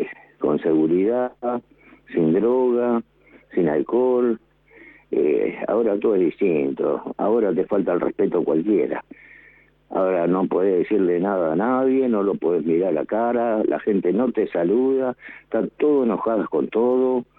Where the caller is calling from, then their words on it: La Plata, Buenos Aires Province, Argentina; de La Plata.